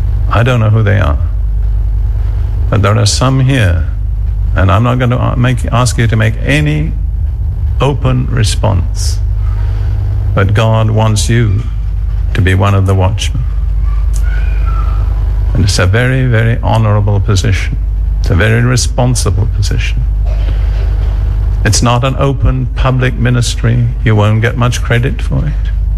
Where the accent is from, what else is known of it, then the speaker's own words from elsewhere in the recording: United Kingdom; Now, I am as British as anybody here. There's no one here more British than I am.